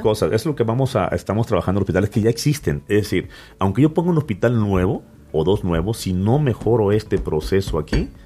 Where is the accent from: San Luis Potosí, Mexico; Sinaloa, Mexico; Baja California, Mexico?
Baja California, Mexico; Mexicali; Yo vengo de Baja California, allá estaba, ¿no? En Baja California.